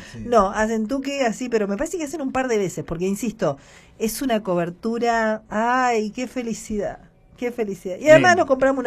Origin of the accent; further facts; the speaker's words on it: Patagonia, Argentina; Pero claro, somos patagónicos